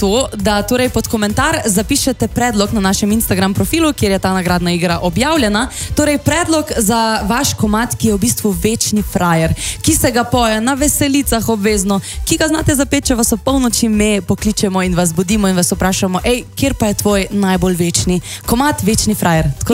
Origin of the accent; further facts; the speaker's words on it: Styria, Slovenia; Vinograde, ker sem Štajerka.